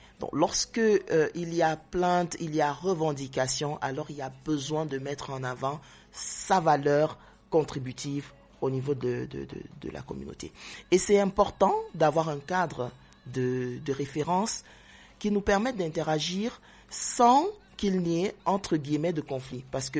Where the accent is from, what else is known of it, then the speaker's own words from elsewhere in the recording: Cameroon; j'ai envie de parler Fufundi, j'ai envie de parler Maka, parce que je suis camerounaise.